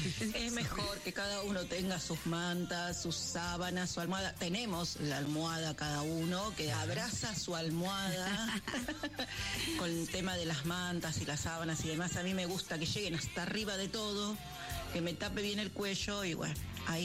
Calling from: José León Suárez, Buenos Aires Province, Argentina; de José León Suárez.

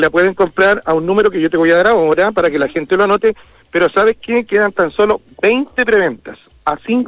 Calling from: Cañete, Biobío, Chile; Por mientras estoy acá en mi casa. Estoy acá en el lago de Lanalgo todavía.

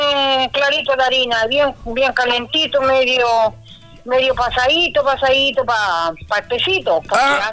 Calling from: San Vicente de Cañete, Lima, Peru; De aquí, de Cañete

